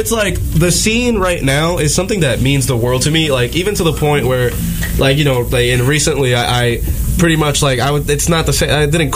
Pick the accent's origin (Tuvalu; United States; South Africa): United States; Albany, New York; also born or lived in Puerto Rico; I moved up here from Puerto Rico, so it's just amazing that of all the places that I could have moved to, I moved to Albany, and then as I'm growing up, that scene is popping, dude.